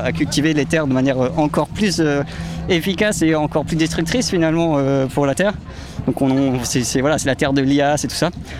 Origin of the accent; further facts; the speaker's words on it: Saclay, Île-de-France, France; Nous, on vient de Saclay.